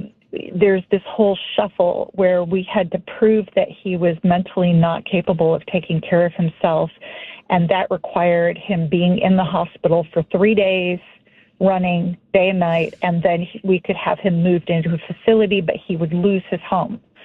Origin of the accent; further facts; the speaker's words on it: Texas, United States; So I grew up in Texas